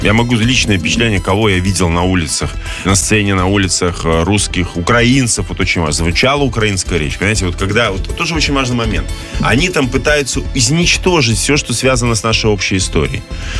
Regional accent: Belarus

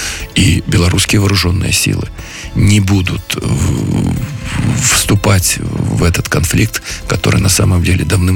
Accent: Belarus

